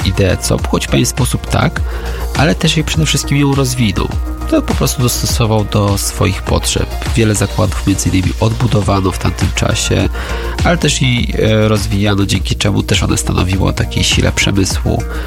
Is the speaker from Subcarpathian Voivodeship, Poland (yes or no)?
yes; Rzeszów, Subcarpathian Voivodeship, Poland; tutaj akurat ja jestem z Rzeszowa i te opowieści rodzinne o tym dawnym WSK, o tych zakładach lotniczych